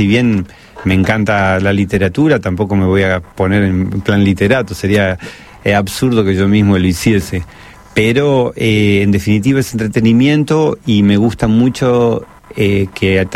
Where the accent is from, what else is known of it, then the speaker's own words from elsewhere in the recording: Buenos Aires, Argentina; also born or lived in Caballito, Buenos Aires; si bien nací en Caballito, estábamos en los monoblocks de Saavedra, ¿no? Sí. Que en ese momento no era la Saavedra chic de la actualidad